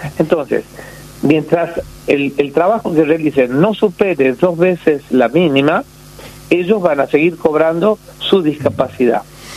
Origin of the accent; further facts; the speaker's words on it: Salta, Argentina; Yo soy de Salta, imagínense.